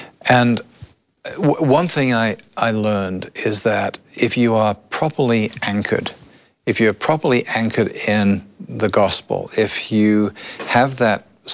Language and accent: English; Liverpool, North West England, United Kingdom; born or raised there; moved away